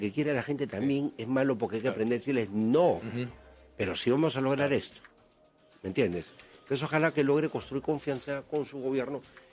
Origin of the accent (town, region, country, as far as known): Peru